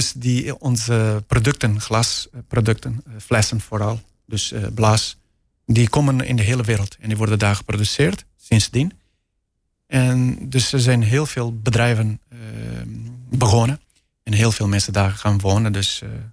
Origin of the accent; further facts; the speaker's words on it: Marinha Grande, Leiria District, Portugal; Dutch is a second language; moved away as an adult; now in Netherlands; Ik kom oorspronkelijk uit Portugal. Uit een stad dat de naam Marinha Grande heet. En die is tussen Lissabon en Porto een beetje. Aan zee, aan de Atlantische Oceaan. En dat is, dus daar ben ik geboren en getogen. Totdat ik naar Nederland kwam met mijn 27 jaar oud.